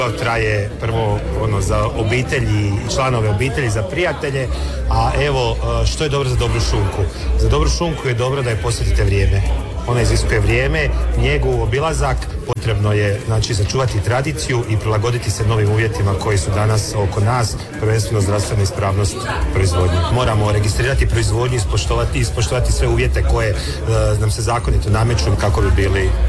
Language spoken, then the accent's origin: Croatian; Piškorevci, Osijek-Baranja County, Croatia; ja sam iz Piškorevaca, ali sam Mikanovački zet